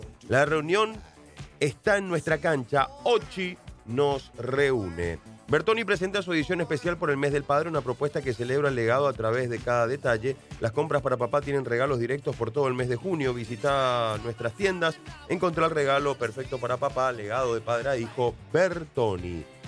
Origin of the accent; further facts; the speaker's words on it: Paraguay; Nosotros somos los paraguayos. En cada partido homenajeamos a nuestra tierra